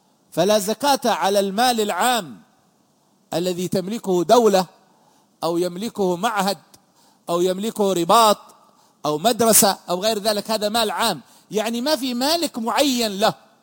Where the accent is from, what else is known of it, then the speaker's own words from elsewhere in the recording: Yemen; عندنا في اليمن